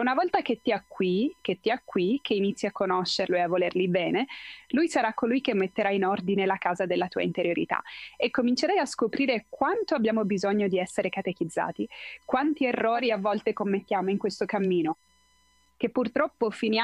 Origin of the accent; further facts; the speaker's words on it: Venezuela; io sono del Venezuela